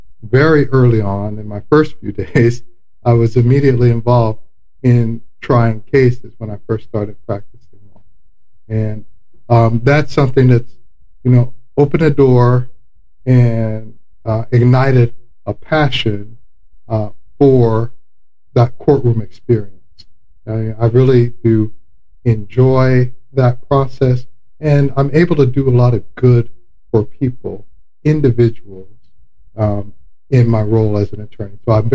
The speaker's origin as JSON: {"language": "English", "region": "Florida", "country": "United States", "tie": "born or raised there", "accent": "South Florida", "said": "So I'm from South Florida, so if you're able to pick up on that accent, kudos for you. Now, growing up in South Florida"}